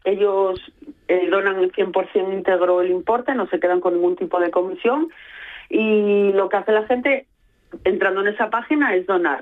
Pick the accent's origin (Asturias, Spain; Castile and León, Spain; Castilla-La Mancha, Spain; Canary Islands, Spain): Asturias, Spain; Gijón